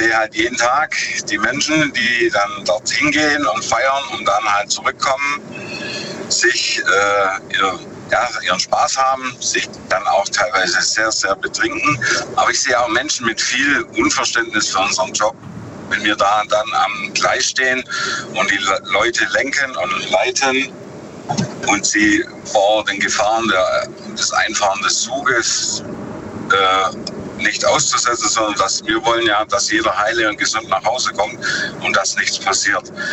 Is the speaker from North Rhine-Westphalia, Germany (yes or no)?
no; Lenningen, Baden-Württemberg, Germany; Ich bin aus Lenningen.